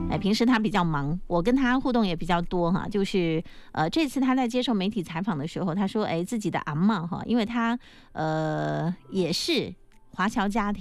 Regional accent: Jinjiang, Fujian, China; 像我们土生土长的闽南人，对奶奶的称呼就是阿嬷

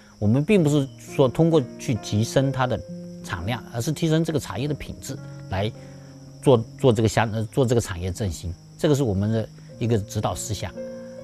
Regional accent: Fujian, China; 我就是土生土长的麻树人，啊，从小在那个山里长大的，那这个因为我们祖辈也都在那上面居住，也有五六代人了

